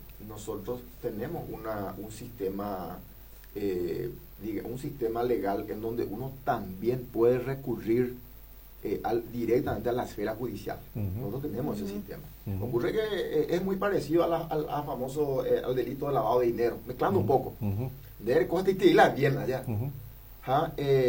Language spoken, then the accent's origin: Spanish; Paraguay; nosotros los paraguayos